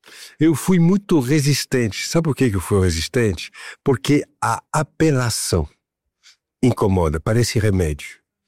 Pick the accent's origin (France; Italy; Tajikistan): France; Paris, Île-de-France; Portuguese is a second language; now in Brazil; o relais de L'Autre Côte, lá na minha cidade natal, que é Paris, em 2008, eu decidi trazer esse conceito aqui